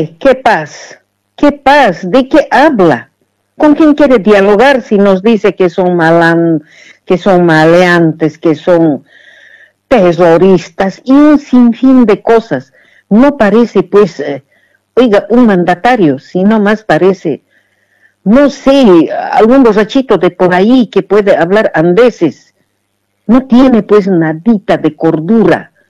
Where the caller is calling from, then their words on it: Montero, Santa Cruz, Bolivia; le hablo de Montero